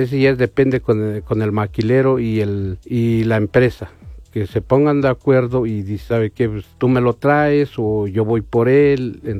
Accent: Chicabasco, Hidalgo, Mexico; Vuelvo a repetir, vengo de la comunidad de Chicabasco. Saludos a la comunidad de Chicabasco y tanto como a la comunidad, o sea, de la ciudad de Actopan y todo.

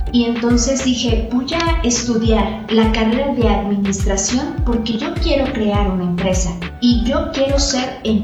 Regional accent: Pachuca, Hidalgo, Mexico; born there; Nací en Pachuca, Hidalgo, hace algunos ayeres

